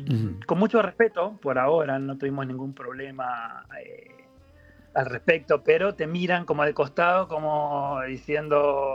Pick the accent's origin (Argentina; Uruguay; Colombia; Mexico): Argentina; moved away as an adult; now in London, United Kingdom; somos los argentinos del pueblo.